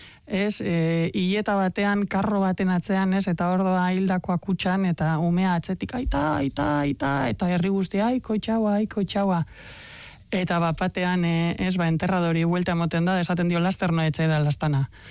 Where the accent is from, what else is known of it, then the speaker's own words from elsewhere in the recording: Amorebieta-Etxano, Basque Country, Spain; txikian nintzenean, bueno, nire Zornotza, nire herrian, nire Osabak eta Isekok bazeukaten liburu denda bat